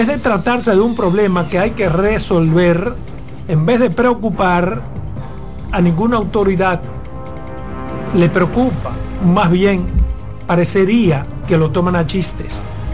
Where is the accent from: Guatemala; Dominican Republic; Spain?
Dominican Republic